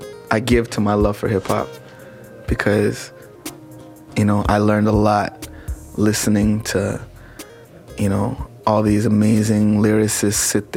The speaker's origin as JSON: {"language": "English", "town": "Toronto", "region": "Ontario", "country": "Canada", "tie": "born or raised there", "said": "add in a little bit of growing up in Toronto and, you know, getting to watch some of these guys like"}